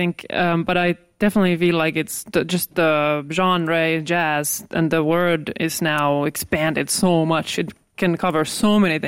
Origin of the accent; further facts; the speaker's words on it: Finland; It's half Finnish and half American. I'm from Finland